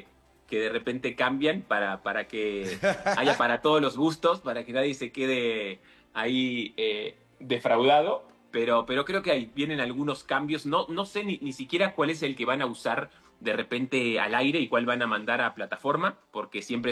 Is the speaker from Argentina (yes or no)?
yes; Argentina; moved away as an adult; now in Mexico